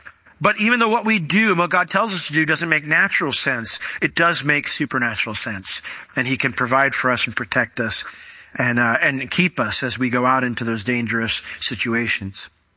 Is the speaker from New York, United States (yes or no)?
yes; New York, United States; born or raised there